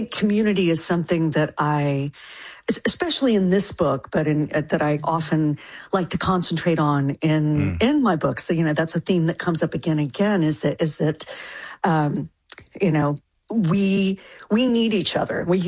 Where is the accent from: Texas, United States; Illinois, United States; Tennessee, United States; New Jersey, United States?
Texas, United States; Denton; I will say it's a somewhat fictionalized account of my hometown, which is Denton, Texas. But when I lived there, you know, it was very small. There was only one high school